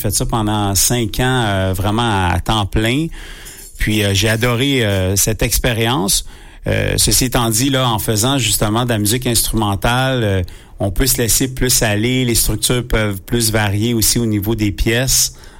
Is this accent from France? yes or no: no; Montreal, Quebec, Canada; moi je suis natif de Montréal, j'habite toujours Montréal